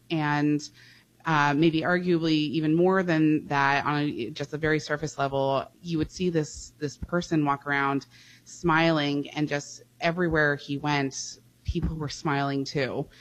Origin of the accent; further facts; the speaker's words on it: New York, United States; I saw as a New Yorker that this incoming mayor was bringing to the table.